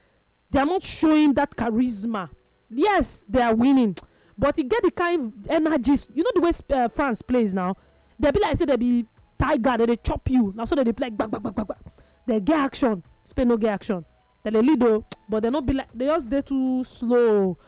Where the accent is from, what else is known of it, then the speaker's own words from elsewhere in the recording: Orauku, Anambra, Nigeria; from Peter Obi's town of Agulu and cuts through my hometown, Orauku, into the neighboring town of Abatete. And it has been seriously raining in my hometown, just like in Lekki.